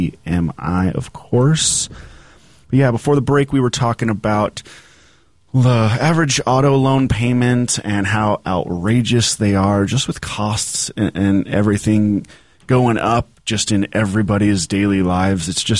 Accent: Bellingham, Washington, United States; also born or lived in Colorado; I moved back home to start the first one in Bellingham here. And I was living with mom and dad for literally until I met Raina in 2019.

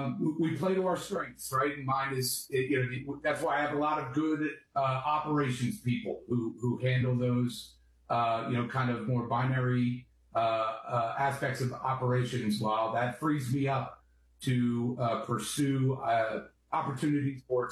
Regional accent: Upper Darby, Pennsylvania, United States; My family's from outside of West Philadelphia in Upper Darby.

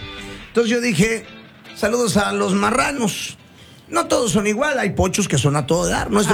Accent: Mexico; now in United States

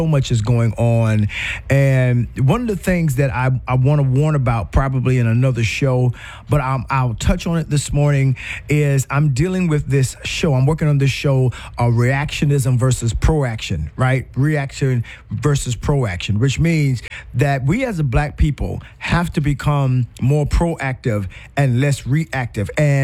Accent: South Carolina, United States; You know, my home state of South Carolina just moved a longtime Congressman James Clyburn out and gave that to and redistricted to a Republican.

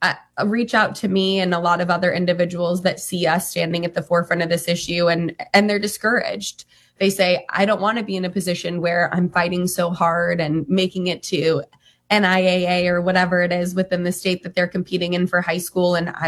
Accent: Nevada, United States; also born or lived in Utah; My home state of Nevada has a very similar protection as West Virginia

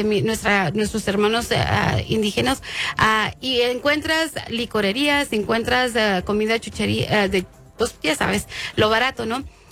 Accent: Chihuahua, Mexico; Yo soy de Chihuahua también

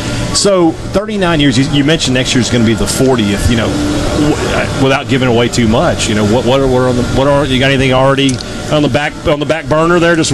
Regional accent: Mississippi, United States; I'm from the Golden Triangle.

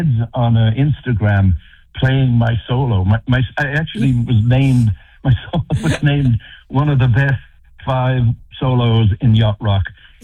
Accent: England, United Kingdom; moved away as an adult; I was from England, as I said.

